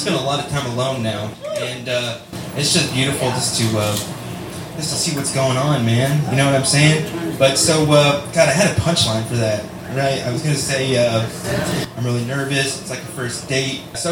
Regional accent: Louisville, Kentucky, United States; I am from Louisville.

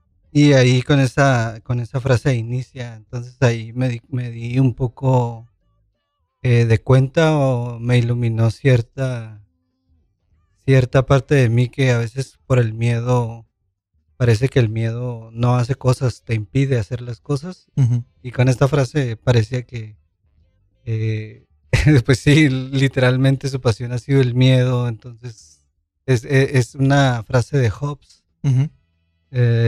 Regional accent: Tijuana, Baja California, Mexico; now in New York, United States; vengo de Tijuana.

